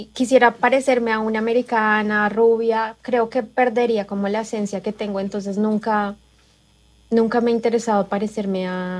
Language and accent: Spanish; Bogotá, Colombia; moved away; Bogotá, de donde soy yo, no es tan... Bueno, no sé ahora, pero cuando me fui no era tan así.